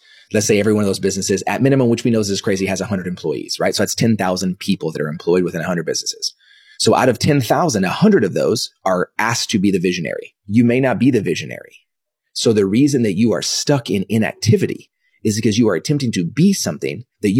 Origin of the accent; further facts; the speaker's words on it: Dallas, Texas, United States; also born or lived in Kansas; So I was born in 1983. I was born in Kansas, only there for about a week. Came back to Dallas